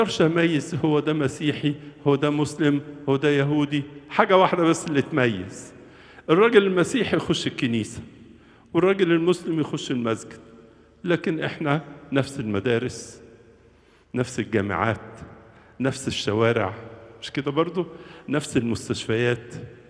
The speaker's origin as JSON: {"language": "Arabic", "country": "Egypt"}